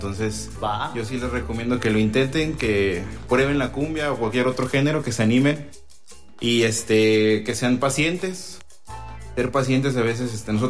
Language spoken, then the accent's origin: Spanish; Mexico; uno como mexicano, pues nace creciendo y escuchando música.